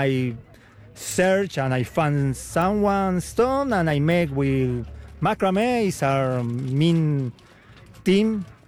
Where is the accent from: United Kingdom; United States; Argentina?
Argentina; Buenos Aires; now in Canada; In Argentina, in Buenos Aires, yes.